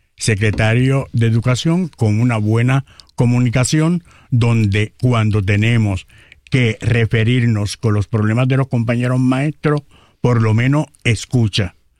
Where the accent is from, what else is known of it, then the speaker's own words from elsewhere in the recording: San Lorenzo, Puerto Rico; yo soy de San Lorenzo.